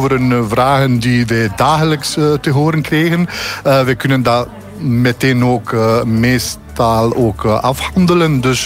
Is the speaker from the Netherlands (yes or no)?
no; Bosnia & Herzegovina; Dutch is a second language; moved away as an adult; now in Belgium; Ik ben vanuit Bosnië naar België gekomen, hier door de liefde.